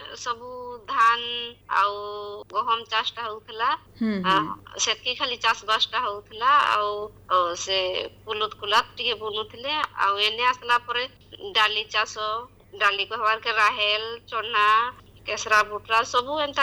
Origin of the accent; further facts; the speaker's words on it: Line, Odisha, India; ଆମର ଗାଁ ନାଁ ହଉଛେ ଲାଇନ ଆଉ ବ୍ଲକଟା ହେଲା ରାଜଗାମପୁର।